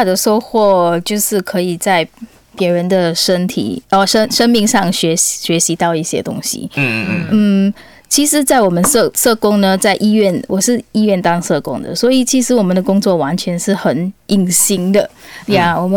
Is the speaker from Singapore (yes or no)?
yes; Singapore; 嗨，大家好，是的，我是来自新加坡。